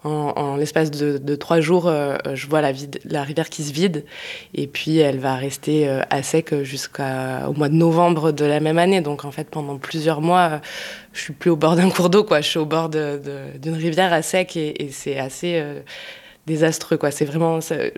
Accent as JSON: {"language": "French", "country": "France", "tie": "born or raised there", "moved": "as an adult", "lives_now": "Marais Poitevin, France", "said": "je suis originaire plutôt des Pyrénées et des montagnes, d'un environnement un peu plus agréable, on va dire, et je m'installe quand même dans ce territoire assez désertique et assez nouveau pour moi."}